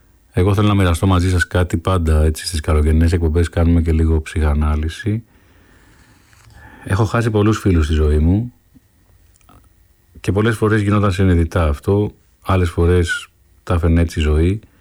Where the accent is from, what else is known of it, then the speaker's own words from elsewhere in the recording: Athens, Attica, Greece; also born or lived in Kypseli, Athens; Μεγάλωσα στα Κάτω Πατήσια μέχρι τα 12 μου. Και στην πρώτη γυμνασίου μετακομίσαμε οικογενειακώς